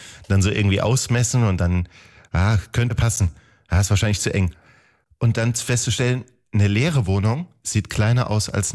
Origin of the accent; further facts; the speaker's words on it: Wiesbaden, Hesse, Germany; Da sind wir aus Wiesbaden, aus der Stadt, aufs Land gezogen, weil wir einfach mehr Platz brauchten, so mit den Geschwistern und allem möglichen.